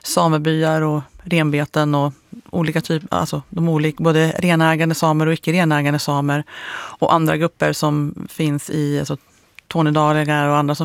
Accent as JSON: {"language": "Swedish", "region": "Jämtland County", "country": "Sweden", "tie": "born or raised there"}